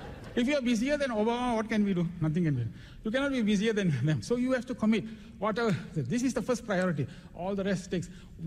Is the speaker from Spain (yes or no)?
no; Malaysia; where are you from? Malaysia.